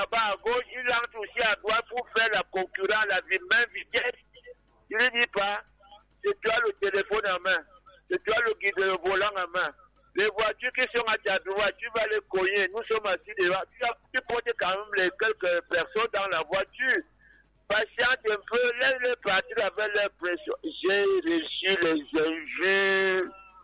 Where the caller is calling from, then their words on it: Cameroon; je suis Camerounais d'abord, Africain, avant d'être mondialiste.